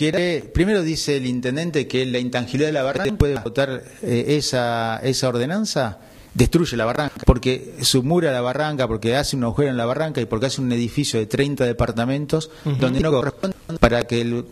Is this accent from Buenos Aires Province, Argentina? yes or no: yes; Boulogne Sur Mer, Buenos Aires Province, Argentina; nosotros somos de Boulogne